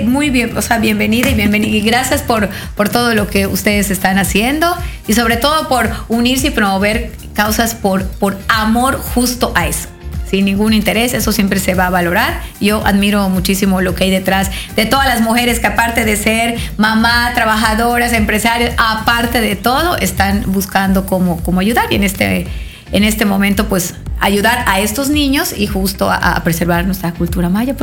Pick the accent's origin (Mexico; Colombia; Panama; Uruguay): Mexico; Yucatán; pues somos yucatecos